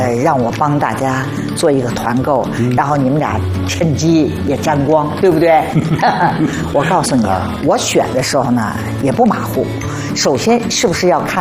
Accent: Shanghai, China; accent: Shanghainese; 我们上海话叫咖喱粥

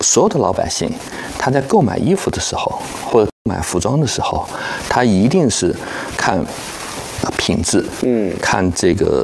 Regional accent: China; 我们中国人

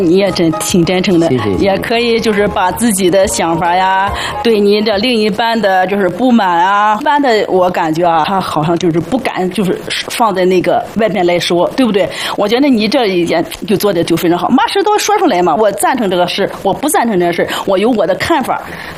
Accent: Tianjin, China; 我来自天津，

